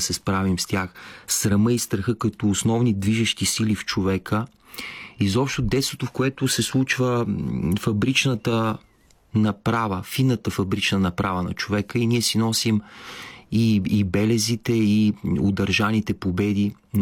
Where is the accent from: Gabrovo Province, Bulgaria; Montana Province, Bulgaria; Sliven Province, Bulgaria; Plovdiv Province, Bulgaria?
Gabrovo Province, Bulgaria; Gabrovo; моят роден град Габрово беше столицата на тая родина.